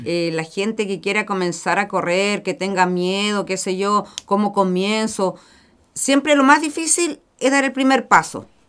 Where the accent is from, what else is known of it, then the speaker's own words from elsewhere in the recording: Chiloé, Los Lagos, Chile; Yo soy chilota.